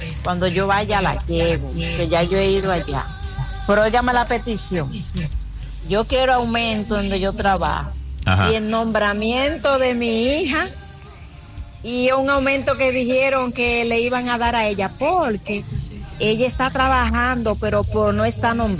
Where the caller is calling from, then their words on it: San Pedro de Macorís, Dominican Republic; Yo soy de San Pedro, en Pedro de Macorís.